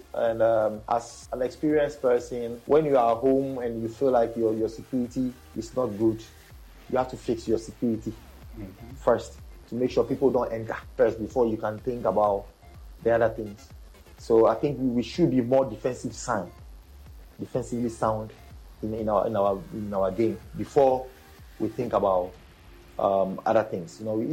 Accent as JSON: {"language": "English", "country": "Ghana", "said": "Me as a Ghanaian now"}